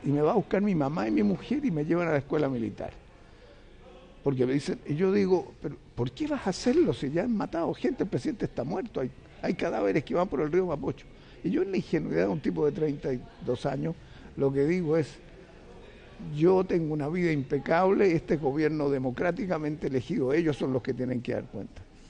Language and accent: Spanish; Chile; voy a luchar por la libertad en mi país.